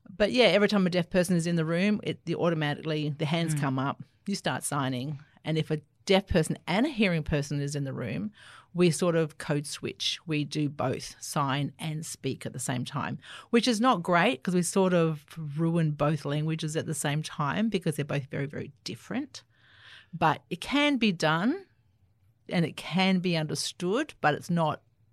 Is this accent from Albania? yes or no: no; Australia; first language Auslan; So my mother was profoundly deaf at birth. So my first language is Auslan, and my mother had 7 children. And we all use sign language fluently.